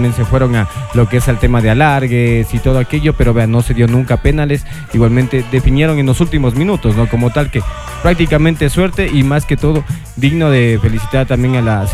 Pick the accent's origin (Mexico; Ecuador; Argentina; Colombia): Ecuador; nosotros como ecuatorianos